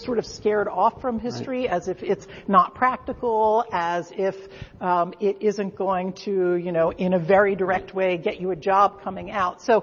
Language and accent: English; Philadelphia, Pennsylvania, United States; I think Philadelphia really is, and so it's my hometown, so I'm a little bit biased, but I really do think Philadelphia is an amazing place